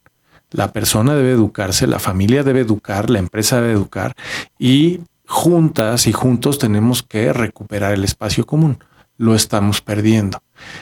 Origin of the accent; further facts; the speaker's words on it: Mexico; así somos los mexicanos.